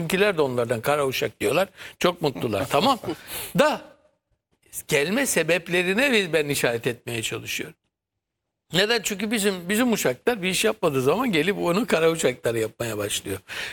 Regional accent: Rize, Turkey; moved away; Ben memlekete gidiyorum. Rize'ye.

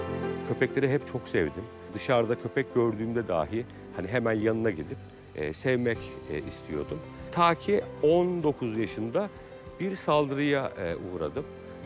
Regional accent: Istanbul, Turkey; born there; 1984 İstanbul doğumluyum.

